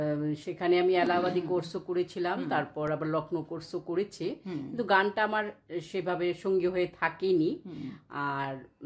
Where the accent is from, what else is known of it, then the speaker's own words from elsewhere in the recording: Belonia, Tripura, India; আমি আসলে বিলোনিয়ার মেয়ে, বিলোনিয়ায় আমার জন্ম, সেখানে বেড়ে ওঠা, সেখানে স্কুল কলেজ পড়াশোনা সব শেষ করা।